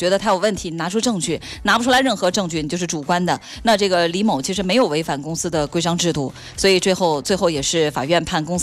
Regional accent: China; 跟我们中国人学中文，

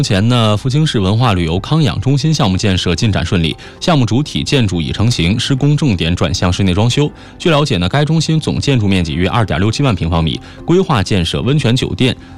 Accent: Hebei, China; now in Fuzhou, China; 从福州应该能开到我老家河北哈，

